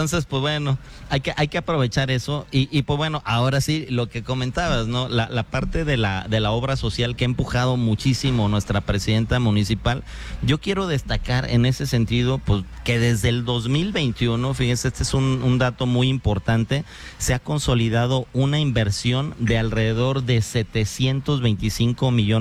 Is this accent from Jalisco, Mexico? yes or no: no; Irapuato, Guanajuato, Mexico; soy de Irapuato, fresero